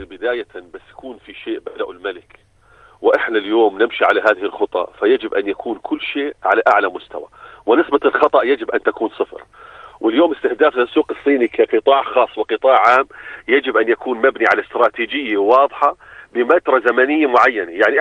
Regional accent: Jordan

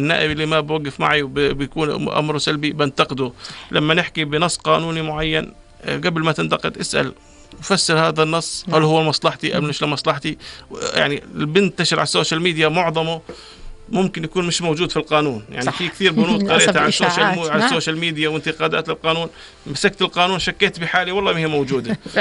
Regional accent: Jordan; انا مواطن اردني، انا عايش

